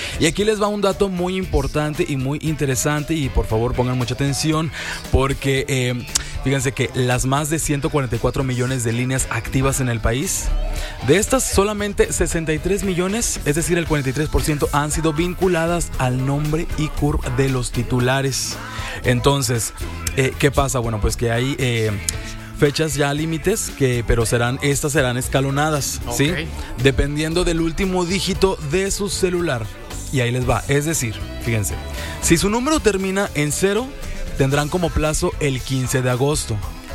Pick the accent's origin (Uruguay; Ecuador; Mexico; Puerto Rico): Mexico